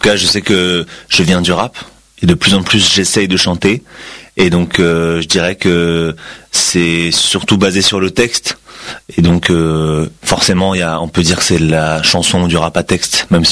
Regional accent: Nanterre, Île-de-France, France; now in Paris, France; Je suis originaire de Nanterre dans le 92.

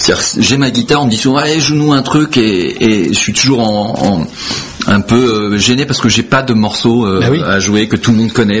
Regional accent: Portugal; qui n'est pas du tout moi je suis portugais, et Philippe, Philippe, c'est en Espagne

